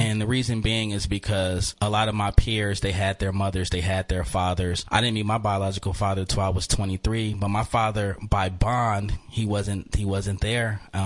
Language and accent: English; Oakland, California, United States; also born or lived in Reno, Nevada; I am from Oakland, California. Grew up in West Oakland.